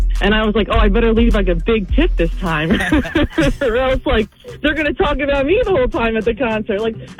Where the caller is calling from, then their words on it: Point Pleasant, New Jersey, United States; I'm from Point Pleasant Borough.